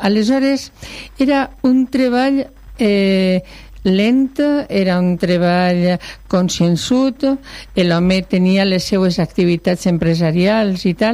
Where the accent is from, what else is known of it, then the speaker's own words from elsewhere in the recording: Albaida, Valencian Community, Spain; sempre ha sigut de Albaida, exceptuant els expòsits que vaig passar a la vall, sempre m'he quedat en el meu poble, d'ahí que tinga